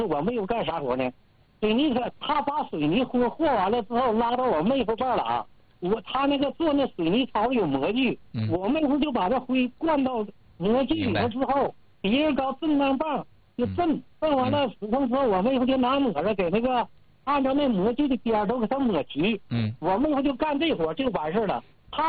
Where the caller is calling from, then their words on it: Liaoyuan, Jilin, China; 我是东风县的